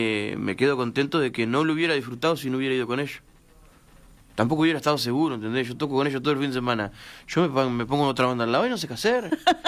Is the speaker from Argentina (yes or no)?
yes; Mendoza, Argentina; Yo soy de Mendoza